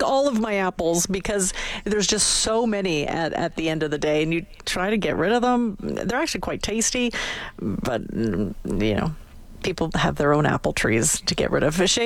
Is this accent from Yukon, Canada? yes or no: no; Saskatchewan, Canada; born there